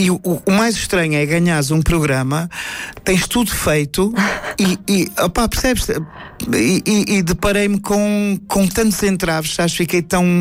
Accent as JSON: {"language": "Portuguese", "country": "Angola", "tie": "born there", "also_born_or_lived": "Switzerland / United States", "said": "Não, eu nasci em Angola, mas vivi na Suíça e nos Estados Unidos."}